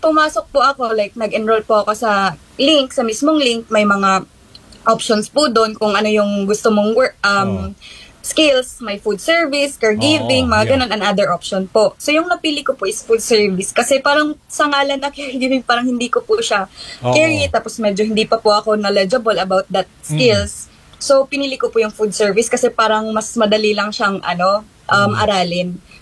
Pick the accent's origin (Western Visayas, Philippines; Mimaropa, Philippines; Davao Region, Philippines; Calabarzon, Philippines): Davao Region, Philippines; Davao City; since taga Davao ako, malapit lang ako sa mismong location ng school